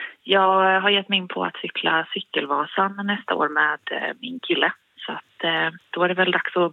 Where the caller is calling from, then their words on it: Gothenburg, Västra Götaland County, Sweden; Jag är hemma i Kallebäck just nu.